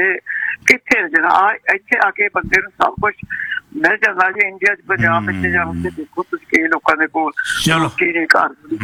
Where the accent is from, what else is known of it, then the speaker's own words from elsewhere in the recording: Pakistan; moved away; ਮੈਂ ਪਾਕਿਸਤਾਨ ਤੋਂ ਆਈ ਸੀ 8-9 ਸਾਲ ਹੋਏ